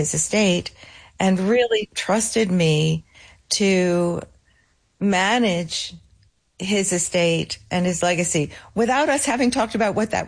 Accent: New Jersey, United States; I grew up in New Jersey, so not very far from the city.

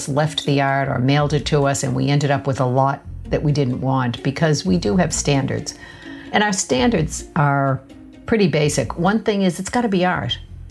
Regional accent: Boston, Massachusetts, United States; I grew up in Boston, less than a mile from the Museum of Fine Arts, and on rainy days we would go hang out there.

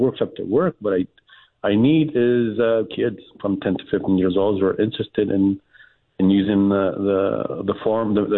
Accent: Rosarito, Baja California, Mexico; moved away; When I grew up in Rosarito Beach back in the 70s and 80s

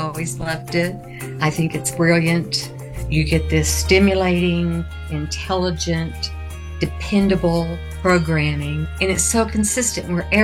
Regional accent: Flagstaff, Arizona, United States; from Flagstaff, Arizona

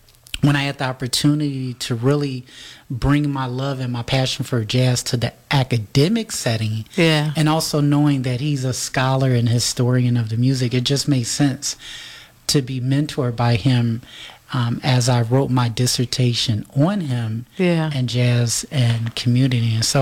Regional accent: Chicago, Illinois, United States; now in Kalamazoo, United States; And so last year I had the opportunity to hear Spelman College Glee Club in Chicago, my hometown.

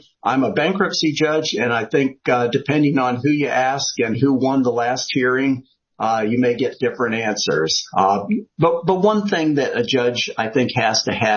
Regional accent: New Jersey, United States; also born or lived in Philippines / Ohio / Alabama; Growing up, I'm kind of a mutt. My father was in the Air Force, and so we grew up near air bases, mostly New Jersey, the Philippines, Ohio, and Alabama.

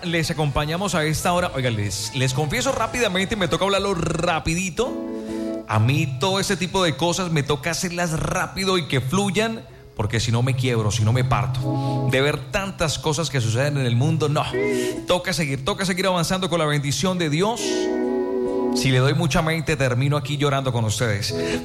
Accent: Venezuela; me duele ver a mi pueblo venezolano así.

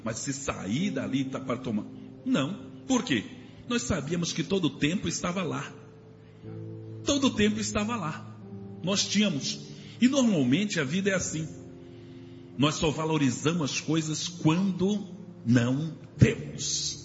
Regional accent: Bahia, Brazil; Eu sou lá do interior da Bahia. E eu morei a 200, não dá nem 500 metros da praia.

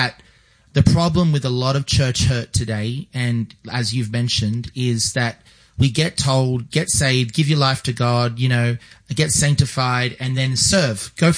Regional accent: Australia; as an Australian

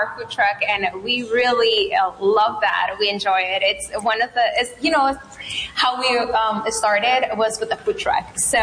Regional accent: Sinaloa, Mexico; now in Yuma, United States; No, I'm from Mexico.

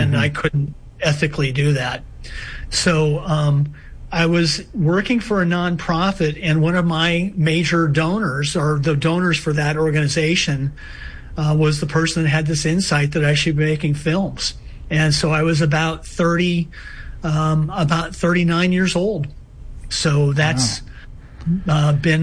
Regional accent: St. Louis County, Missouri, United States; I came from St. Louis, Missouri originally, and grew up in the country. St. Louis County used to be actually all farms and fields and pastures and woods when I grew up.

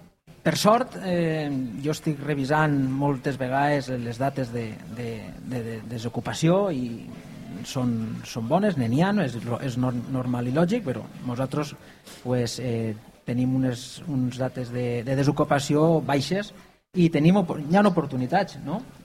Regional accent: Figueroles, Valencian Community, Spain; Jo estic enamorat del meu poble.

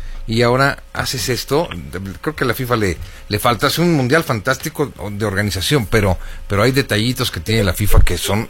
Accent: Mexico; Porque me duele como mexicano

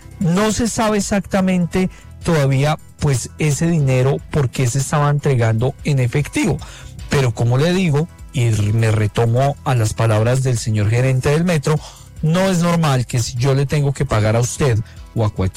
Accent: Bogotá, Bogotá Capital District, Colombia

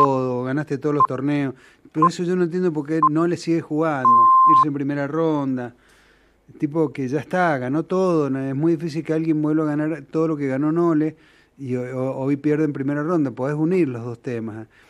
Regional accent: Argentina; Y no estoy de acuerdo con vos, soy muy argentino, los contratos están hechos para romperse.

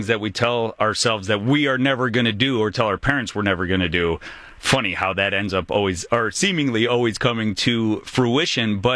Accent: Detroit, Michigan, United States; me coming from Metro Detroit, we don't hear those quite as much.

